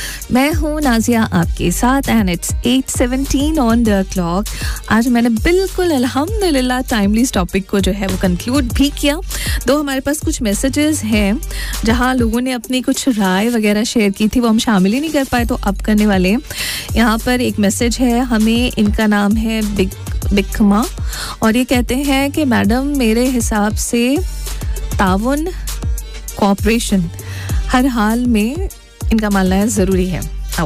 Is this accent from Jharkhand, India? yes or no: no; Aligarh, Uttar Pradesh, India; नहीं मैं मुजफ्फरनगर से नहीं अलीगढ़ से हूँ.